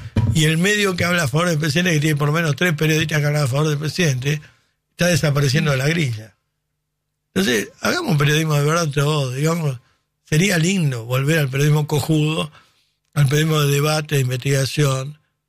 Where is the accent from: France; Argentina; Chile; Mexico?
Argentina; Pero hablo como argentino.